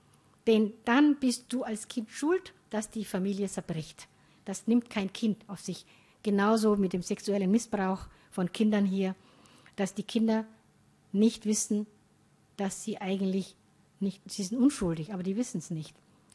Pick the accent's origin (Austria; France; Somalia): Somalia; Ich bin eine gebürtige Somalierin, alle Somalis sind Muslime, wir sind Sunniten. Ich bin mit der Religion aufgewachsen, die jeder anwenden konnte, wie er wollte.